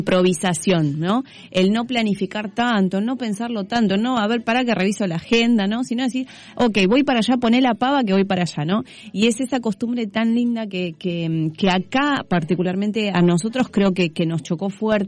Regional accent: Argentina; O como decimos en Argentina, ahí va otra

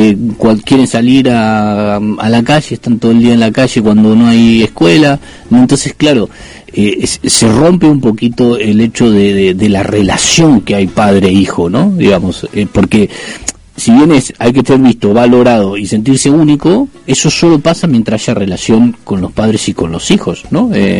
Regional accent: Argentina; moved away

